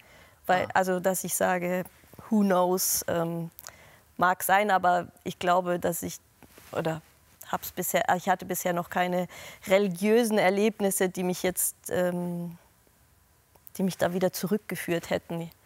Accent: Baden-Württemberg, Germany; Oder wir beide, also Hans-Jochen und ich, wir sind ja beide im Schwäbischen aufgewachsen.

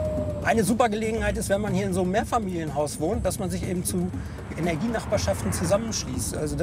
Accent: Hamburg, Germany; Als Hamburger haben wir, glaube ich, alle davon, dass unsere Stadt sich insgesamt zu einer viel lebenswerteren Stadt entwickelt.

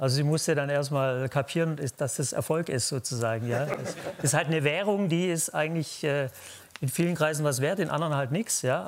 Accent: Baden-Württemberg, Germany; Nee, da bin ich Schwabe.

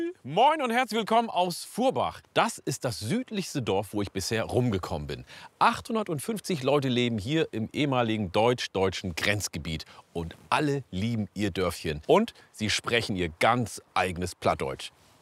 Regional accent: Oromia, Ethiopia; now in Germany; Das Gute ist, meine Heimat in Ostafrika, Oromia, liegt in 4000 Meter Höhe.

